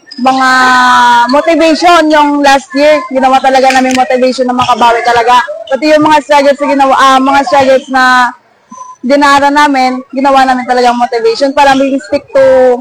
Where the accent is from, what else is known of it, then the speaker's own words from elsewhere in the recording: Iloilo City, Western Visayas, Philippines; Taga-Iloilo kami, si Amy, taga-Pututan. Bali kami yung taga-city, siya yung province.